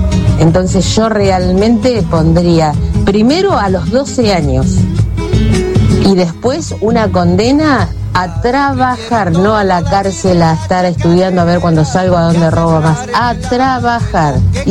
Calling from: Azul, Buenos Aires Province, Argentina; Yo vivo en una ciudad de 60.000 habitantes.

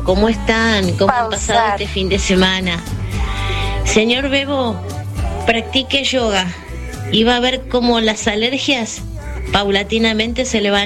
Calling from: Buenos Aires, Argentina; de Caballito.

